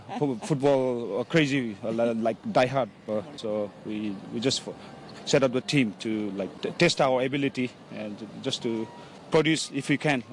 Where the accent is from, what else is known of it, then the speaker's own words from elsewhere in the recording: Hong Kong; born there; I was born in Hong Kong, as my father was stationed in the British Army in Hong Kong.